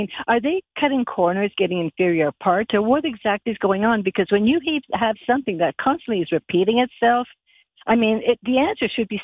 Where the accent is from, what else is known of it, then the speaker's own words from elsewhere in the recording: Ottawa, Ontario, Canada; now in Carleton Place, Canada; Yeah, you know, for I grew up in Ottawa. I'm going back even into the 60s, and I remember always CFRA was always on board.